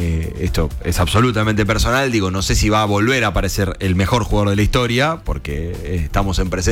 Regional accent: Argentina

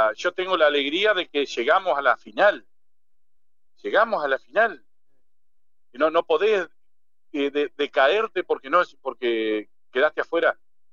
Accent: Argentina; somos argentinos.

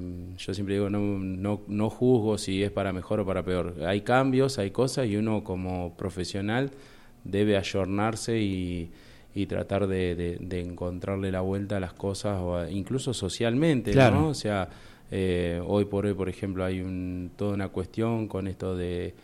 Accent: Viedma, Río Negro, Argentina; Nosotros, bueno, venimos, dos de los instructores venimos de Viedma

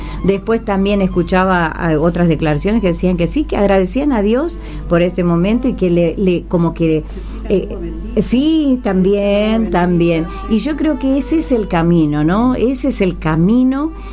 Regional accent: Argentina; como argentinos, por supuesto, no podemos dejar de lado el fútbol

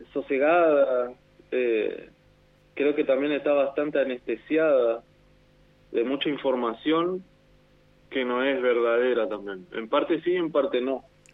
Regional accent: Argentina; somos parte de un mismo lugar, digamos, somos parte de la Argentina.

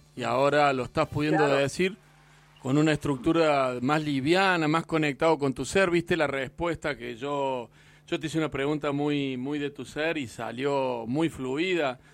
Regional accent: Córdoba, Argentina; born there; moved away; Crecí con vos, viéndote en el centro de Córdoba.

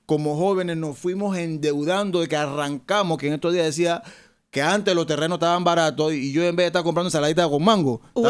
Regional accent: Panama; somos todos los panameños

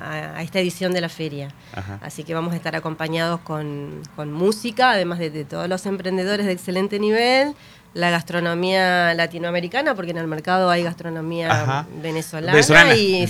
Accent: Argentina; Yo también soy del barrio, y cuando yo era chica era barrio.

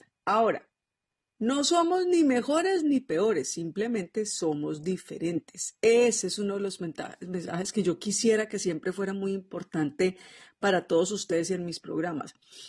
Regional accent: Colombia; en mi país, en Colombia

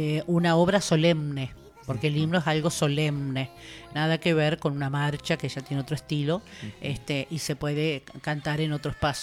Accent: Argentina; todos somos argentina, todos hablamos un mismo idioma, ¿no es cierto? Estamos en este país, somos descendientes de distintas colectividades

